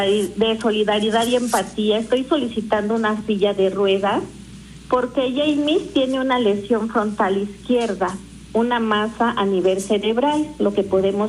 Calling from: Cuautlancingo, Puebla, Mexico; Le llamo de Cuautlancingo.

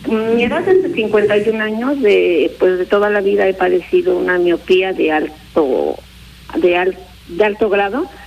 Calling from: Zacapoaxtla, Puebla, Mexico; De Zacapuaxla.

